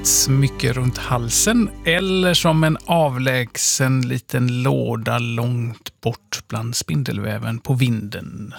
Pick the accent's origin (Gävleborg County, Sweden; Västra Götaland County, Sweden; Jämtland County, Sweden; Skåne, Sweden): Skåne, Sweden; Kävlinge; born there; Jag är ju född i Kävlinge. Det är ju vägg i vägg med Svalöv ju.